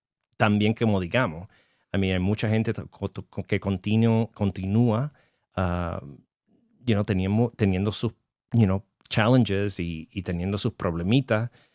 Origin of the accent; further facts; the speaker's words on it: Puerto Rico; Hay muchas ventajas siendo puertorriqueños, porque somos territorio de Estados Unidos, pero tenemos también las desventajas de que, como no estamos unidos a los Estados Unidos, estamos en una isla en el Caribe